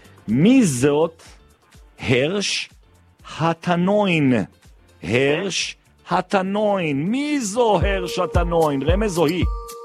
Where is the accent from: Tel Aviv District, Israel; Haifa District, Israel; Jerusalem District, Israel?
Jerusalem District, Israel; Jerusalem; אני גדלתי שם, גם סיימתי את התיכון במקיף גילו.